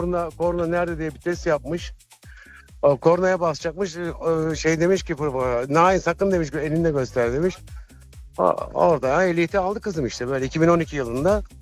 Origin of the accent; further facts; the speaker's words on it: Thrace, Turkey; Abi ben Trakyalıyım ben ya.